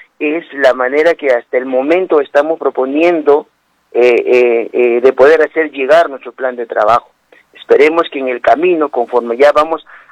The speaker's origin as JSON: {"language": "Spanish", "town": "Ilabaya", "region": "Tacna", "country": "Peru", "tie": "born there", "said": "Yo soy de Ilabaya, he nacido en Boroguena. Tengo mis padres actualmente viviendo en Boroguena. Tengo un gran cariño en mi distrito."}